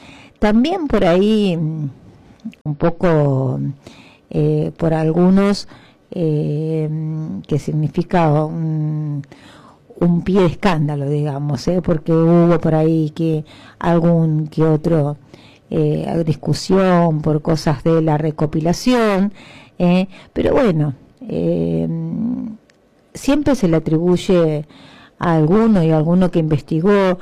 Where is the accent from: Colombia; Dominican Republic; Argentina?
Argentina; somos argentinos, defender nuestra argentinidad